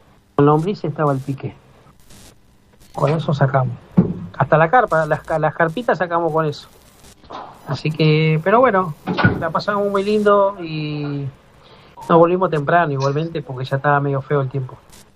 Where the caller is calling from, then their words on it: Buenos Aires, Argentina; Nosotros somos de acá de Las Ferreras.